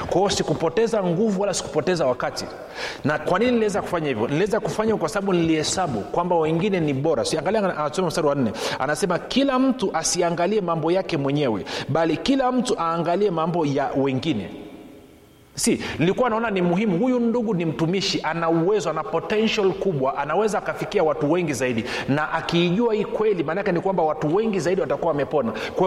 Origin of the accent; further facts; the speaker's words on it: Tanzania; katika taifa letu la Tanzania